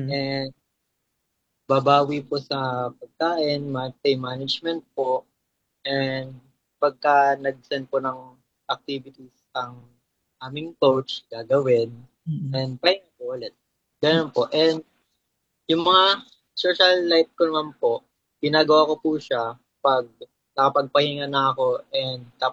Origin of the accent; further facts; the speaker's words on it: Cardona, Rizal, Philippines; Taga-Cardona po ako.